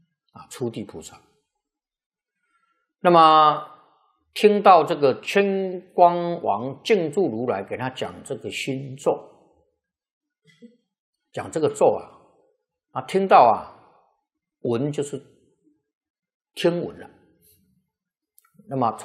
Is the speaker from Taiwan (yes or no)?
yes; Taiwan; 跟我们台湾人口差不多